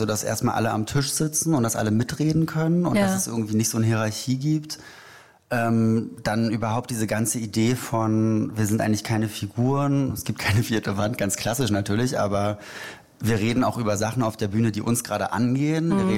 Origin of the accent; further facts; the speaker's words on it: Berlin, Germany; also born or lived in Rostock; Ich bin komplett in Prenzlauer Berg aufgewachsen